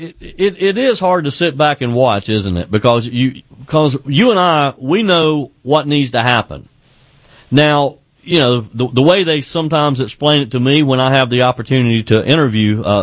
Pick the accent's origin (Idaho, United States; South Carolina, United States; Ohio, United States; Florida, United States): South Carolina, United States; Greenville; Let's try Gary, who is in my hometown area of Greenville, South Carolina.